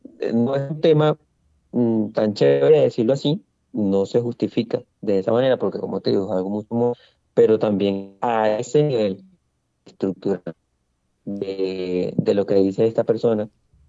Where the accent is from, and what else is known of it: Venezuela